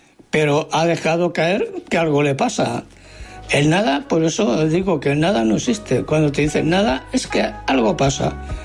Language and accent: Spanish; Barcelona, Catalonia, Spain; Hola, farero … de Barcelona.